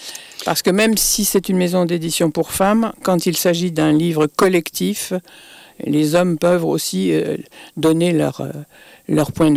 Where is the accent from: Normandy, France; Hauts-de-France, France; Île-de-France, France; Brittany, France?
Île-de-France, France; moved away as an adult; also born or lived in Strasbourg; now in Montpellier, France; je viens de la région parisienne, mais je suis née à Strasbourg.